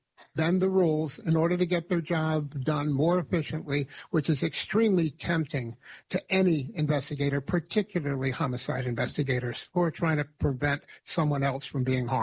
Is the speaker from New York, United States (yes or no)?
yes; Troy, New York, United States